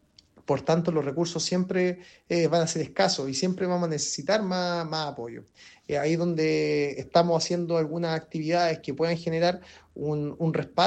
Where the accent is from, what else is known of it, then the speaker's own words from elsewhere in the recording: Chile; Siento que no todos los días podemos decir que somos seleccionados chilenos